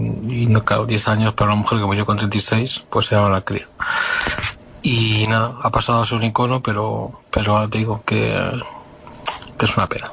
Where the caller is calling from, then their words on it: Madrid, Community of Madrid, Spain; de Madrid.